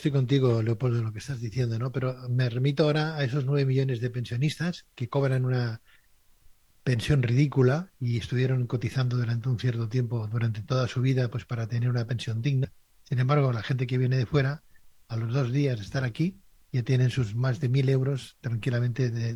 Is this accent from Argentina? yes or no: no; Spain; yo me siento español